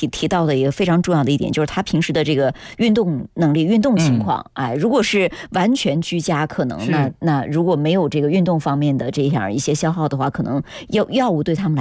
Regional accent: Guangdong, China

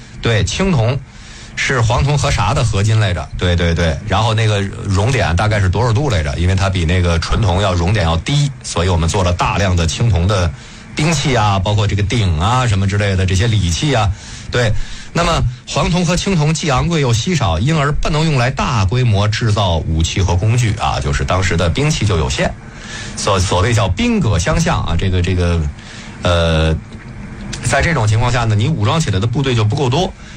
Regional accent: China

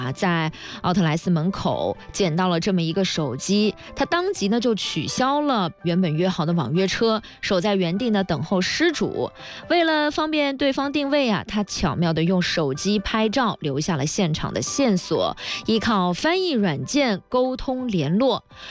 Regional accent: China

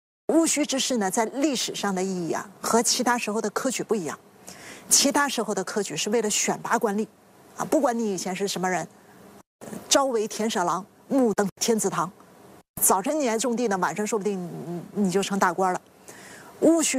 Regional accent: China; 一直存在于我们中国人之中

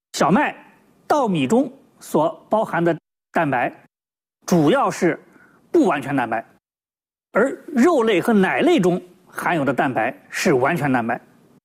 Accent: China; 我们中国人

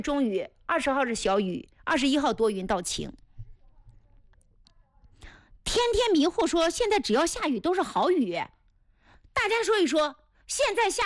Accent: Mengcheng, Anhui, China; accent: Mengcheng dialect; 蒙城，你一讲蒙城，我普通话都说不好了，我马上就会说蒙城话了

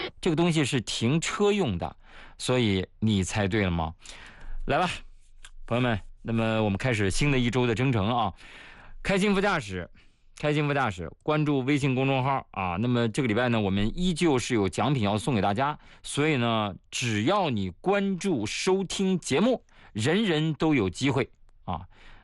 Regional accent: China; 我们中国人讲究的是知止

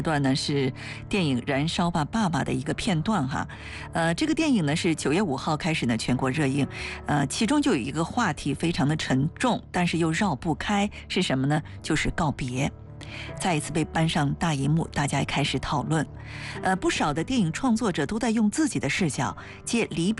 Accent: China; 我们中国人

